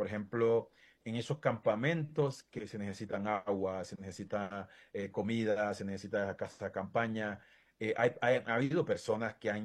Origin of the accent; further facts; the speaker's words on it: Iriona, Colón, Honduras; born there; moved away as an adult; also born or lived in United States; yo nací allá en Iriona